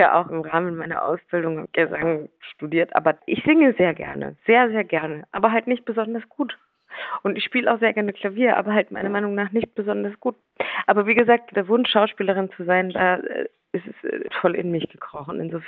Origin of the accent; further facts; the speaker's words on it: Bavaria, Germany; ich bin Exil-Ungarin, ein Teil von mir. Ich bin Bayerin und vor allen Dingen bin ich Europäerin